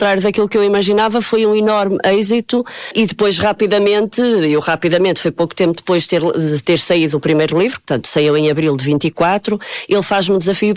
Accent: São João da Madeira, Aveiro, Portugal; Não, eu sou de São João da Madeira, portanto, aos 18 anos a minha vida foi em São João da Madeira e depois é que fui para o Porto para a faculdade.

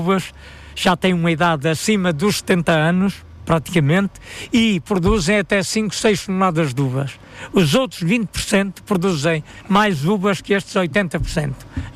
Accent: Lamego, Norte, Portugal; born or raised there; now in Ferreirim, Sernancelhe, Portugal

